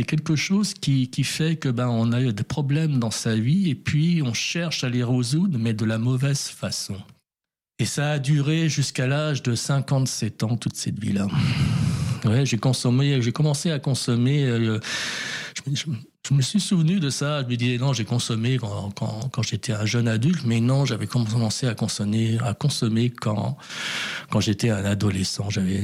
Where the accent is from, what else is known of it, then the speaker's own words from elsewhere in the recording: France; born there; je suis né en France. Il y a une tradition de l'alcool en France.